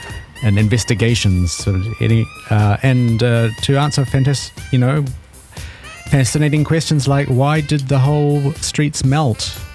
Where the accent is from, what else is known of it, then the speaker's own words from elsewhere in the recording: New Zealand; German is a second language; Ich komme aus Aotearoa, Neuseeland, und das war ein mega Schlag in Neuseeland auch.